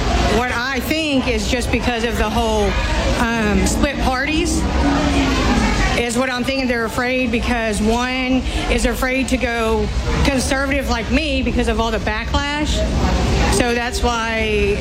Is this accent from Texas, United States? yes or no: yes; Miller Grove, Texas, United States; I am from a small town called Miller Grove, Texas.